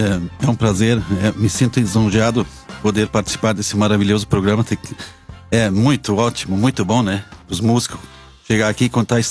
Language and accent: Portuguese; Nova Petrópolis, Rio Grande do Sul, Brazil; E depois eu me criei na Linha Temerária